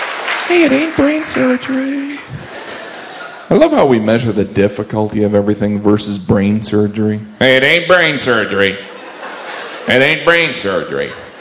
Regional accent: United Kingdom; accent: British; And don't be thrown by my British accent.

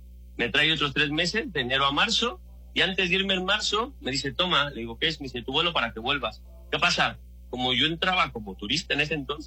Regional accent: Mexico; moved away as an adult; now in Madrid, Spain; en México, ya sabes, somos mexicanos

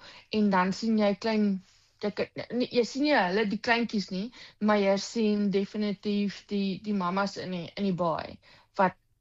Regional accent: Darling, Western Cape, South Africa; ek het groot geword in Darling en so ek is gebore en getoe in hierdie area.

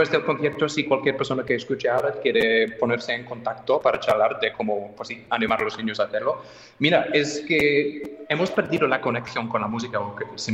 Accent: England, United Kingdom; Spanish is a second language

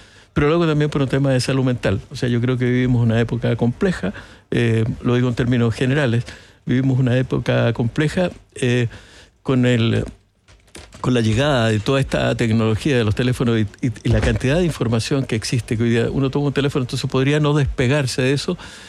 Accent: Valparaíso, Chile; born there; moved away as an adult; also born or lived in Madrid; Yo soy porteño, nací en Valparaíso, siempre amé al mar

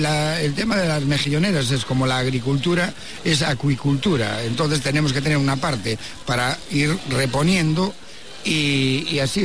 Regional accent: Galicia, Spain

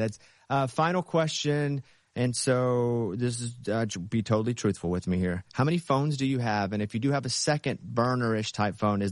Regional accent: Arkansas, United States; I'm from Arkansas.

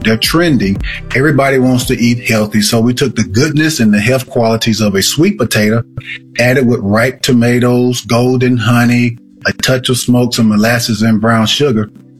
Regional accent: Aberdeen, Mississippi, United States; I used to throw football camps for the kids in my hometown of Aberdeen, Mississippi.

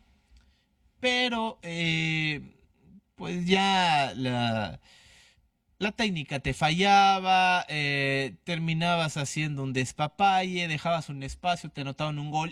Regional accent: Mexico; Evidentemente soy mexicano y mi equipo número uno va a ser la selección de México.

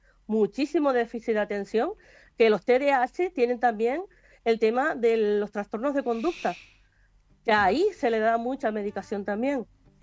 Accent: Canary Islands, Spain; yo soy de Quiricó.

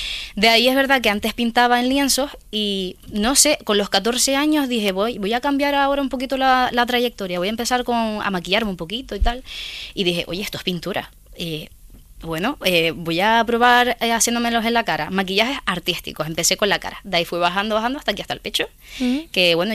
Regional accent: Canary Islands, Spain; Soy de Fuerteventura y tengo 21 años

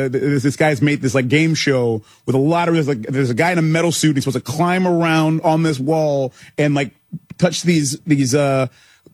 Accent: Ghana; they know that I'm Ghanaian. Mm-hmm. My mother's Ghanaian.

